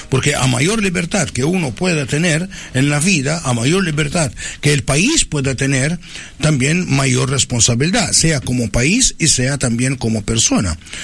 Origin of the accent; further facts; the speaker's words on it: Chile; nos une el hecho que somos chilenos